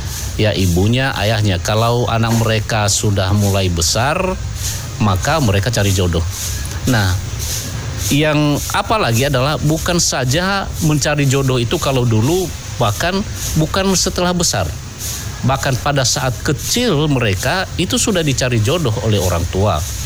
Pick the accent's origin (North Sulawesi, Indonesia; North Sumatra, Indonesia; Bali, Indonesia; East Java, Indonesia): North Sumatra, Indonesia; Nias; born there; Dulu di kampung saya sendiri